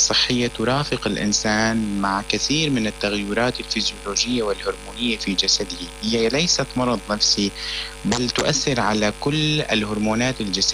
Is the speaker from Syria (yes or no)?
yes; Syria